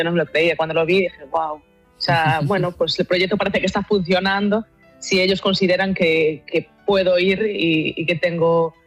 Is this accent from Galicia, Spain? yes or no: yes; Boiro, Galicia, Spain; also born or lived in Poland; Pues mira, empecé cerca de mi pueblo, que yo vivo en Boiro, uh-huh. Empecé en Ribeira, y luego al acabar el profesional me fui a Vigo, al Conservatorio Superior, y luego ya pasé a irme a Polonia